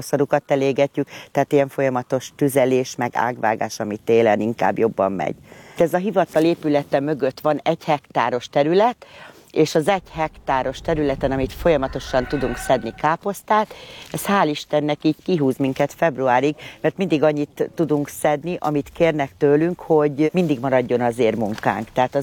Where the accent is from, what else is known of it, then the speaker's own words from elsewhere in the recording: Piskó, Baranya, Hungary; itt nőttem föl.